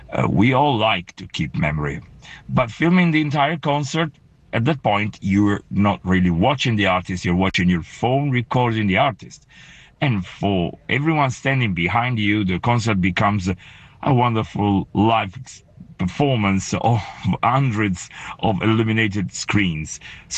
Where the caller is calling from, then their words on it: Bari, Apulia, Italy; English is a second language; I'm speaking from Bari in Puglia in the south of Italy.